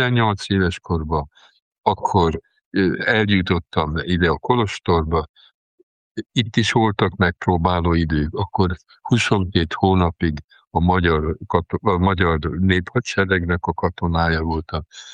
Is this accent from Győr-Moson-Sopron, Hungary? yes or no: yes; Sopron, Győr-Moson-Sopron, Hungary; de hát én soproni vagyok